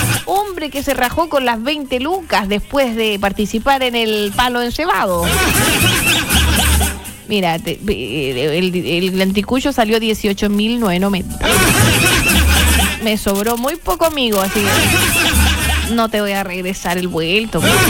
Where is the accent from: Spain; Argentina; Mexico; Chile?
Chile; Post-18. No quiere decir que no sigamos siendo chilenos.